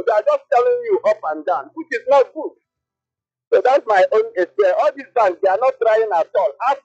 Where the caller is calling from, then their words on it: Lagos, Nigeria; I'm calling from Aja.